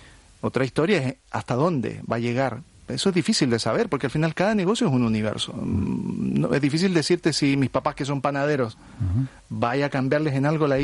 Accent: southern Chile, Chile; Yo vengo del sur de Chile. Mis padres son panaderos, son pequeños empresarios.

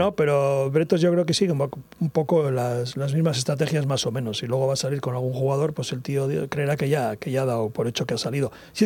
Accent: Pernambuco, Brazil; Vengo de Pernambuco, pero siempre en mis sueños de chaval pensé en vestir la camiseta de la Real

